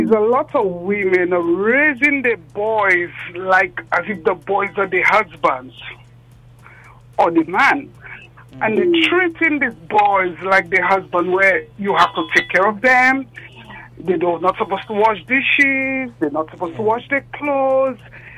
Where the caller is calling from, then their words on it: Martinique; I'm calling from Martinique.